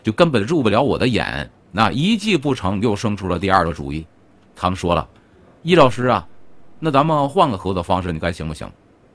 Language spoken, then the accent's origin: Chinese; China; 就是我们中国出品的必是精品，我们中国人还在这拿着金饭碗在那要饭呢，还认为国外进口的好